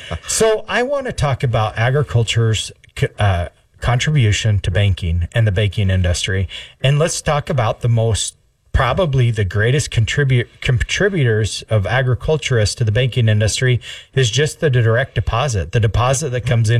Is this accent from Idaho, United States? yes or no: yes; Idaho, United States; now in South Dakota, United States; my home state of Idaho